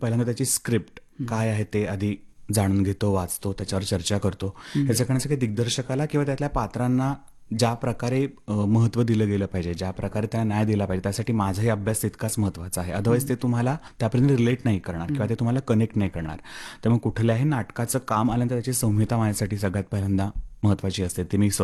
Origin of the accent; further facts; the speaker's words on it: Shirwal, Maharashtra, India; या सगळ्यामध्ये बालपण माझं, 10वीपर्यंत शिक्षण माझं शिरवळला झालेलं आहे.